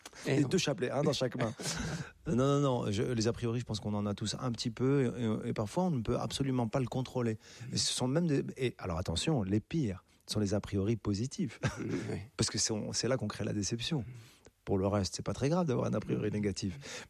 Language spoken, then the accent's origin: French; Casablanca, Casablanca-Settat, Morocco; born there